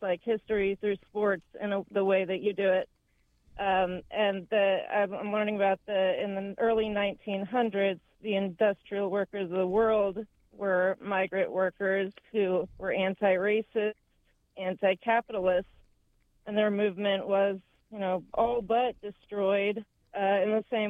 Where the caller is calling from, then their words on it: Maryland, United States; I'm calling from Maryland.